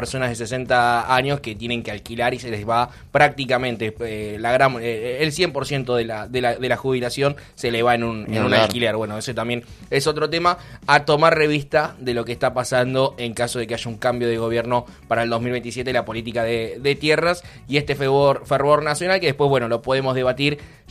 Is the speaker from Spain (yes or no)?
no; Argentina; Estamos muy mal acostumbrados los argentinos.